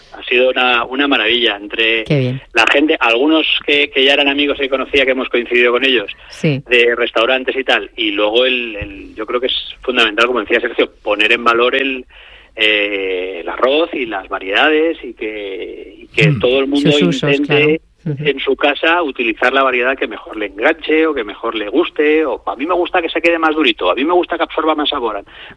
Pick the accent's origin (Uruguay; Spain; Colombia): Spain; Valencian Community; como buen valenciano, todos los domingos en casa se come paella.